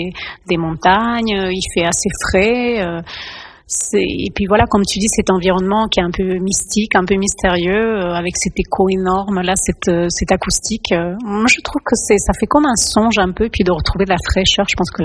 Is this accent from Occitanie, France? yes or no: yes; Occitanie, France; On vit quand même des mois de sécheresse, d'incendie vers chez nous en Occitanie.